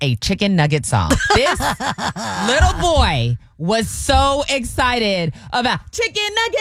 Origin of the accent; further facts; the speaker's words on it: Fremont, United States; So I'm in my hometown. Shout out to Fremont.